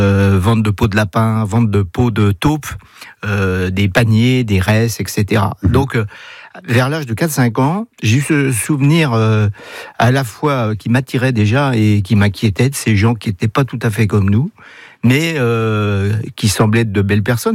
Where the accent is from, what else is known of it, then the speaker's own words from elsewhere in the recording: Laval, Pays de la Loire, France; je suis né à Laval en 1958. Donc, je suis un mayennais pur et dur, puisque j'ai le sens du territoire.